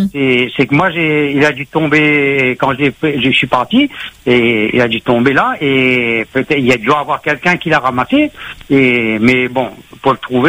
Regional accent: Réunion; now in France; Je suis natif de Dodane, je suis nativelle de Dodane.

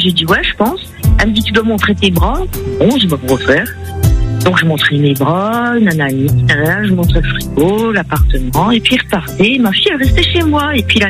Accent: France; Pourtant, je suis française, hein.

